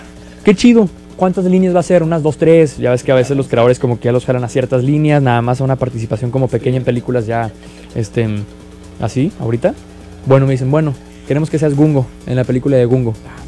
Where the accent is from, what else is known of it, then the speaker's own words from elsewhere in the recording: Monterrey, Nuevo León, Mexico; No, aparte de que somos regios y le decimos tío a la persona que conocemos hace dos minutos